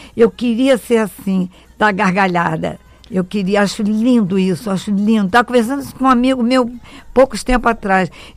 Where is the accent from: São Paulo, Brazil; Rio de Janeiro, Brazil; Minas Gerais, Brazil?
Rio de Janeiro, Brazil; accent: chiado carioca; moved away; Eu chio muito, né? Não sei, porque sou carioca.